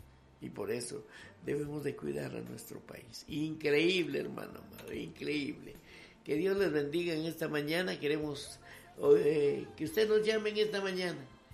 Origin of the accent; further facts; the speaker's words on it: Guatemala; ayúdanos a seguir siendo buenos guatemaltecos